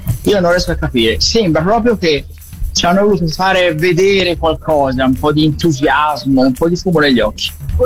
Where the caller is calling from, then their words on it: Brescia, Lombardy, Italy; Ciao, sono da Brescia.